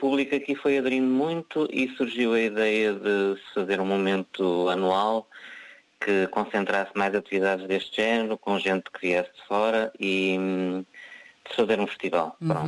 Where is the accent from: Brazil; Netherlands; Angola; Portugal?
Portugal; Norte; moved away as an adult; now in Lajes do Pico, Portugal; Eu venho do continente, Trás-os-Montes, e estou aqui nas Lajes do Pico.